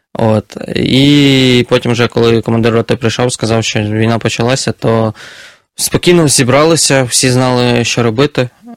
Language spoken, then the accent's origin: Ukrainian; Kharkiv, Kharkiv Oblast, Ukraine; Я харків'янин, і Харків, він дуже близький, 30 кілометрів до кордонів з Росією.